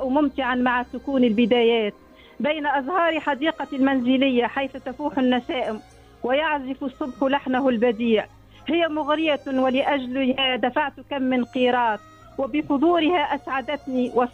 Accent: Tunisia; born there; مسقط رأسي مليك

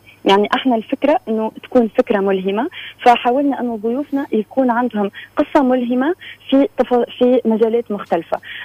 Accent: Djerba, Medenine, Tunisia; فريت أنا أنه خلافا أنه أنا ابنة جربة، جربة فعليا هي جزيرة

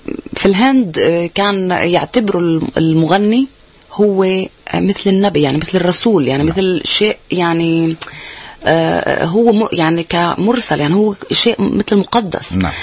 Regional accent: Palestine; ولدت بفلسطين تحت الاحتلال كل حياتي تحت الاحتلال

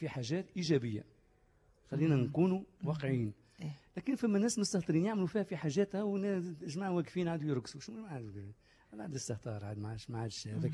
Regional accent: Gafsa Governorate, Tunisia; بلادنا قفصة الغالية

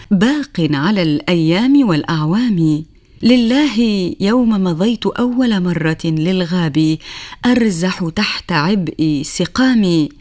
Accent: Tunisia

